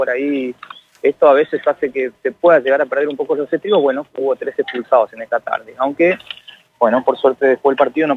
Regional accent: Parera, La Pampa, Argentina; Igualmente mucho mejor futbolista que yo, que soy de Parera.

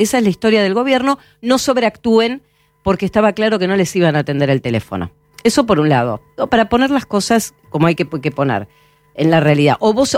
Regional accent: Bernal, Buenos Aires Province, Argentina; also born or lived in Avellaneda; yo tuve toda mi adolescencia en el colegio en el ENSPA de Avellaneda y vivía en Bernal.

